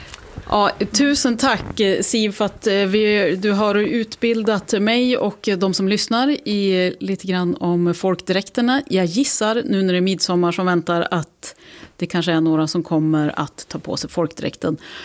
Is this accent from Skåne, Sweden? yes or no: no; Västernorrland County, Sweden; jag är från Medelpad